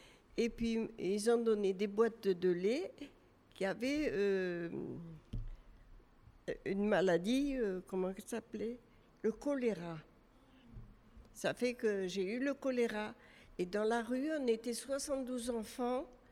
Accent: Algeria; born there; Et bon, ben moi, je suis née en Algérie

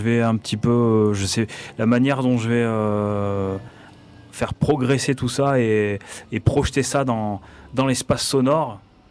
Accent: Toulon, Provence-Alpes-Côte d'Azur, France; je suis natif de Toulon, raised and born in Toulon, comme on dit.

